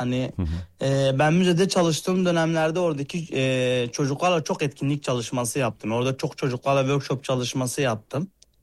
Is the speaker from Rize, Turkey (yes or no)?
no; Mardin, Turkey; born or raised there